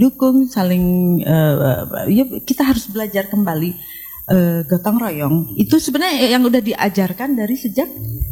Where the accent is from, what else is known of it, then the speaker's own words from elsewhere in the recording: West Java, Indonesia; Jadi mari kita biasakan nih sebagai orang Sunda, jangan banyak mengeluh.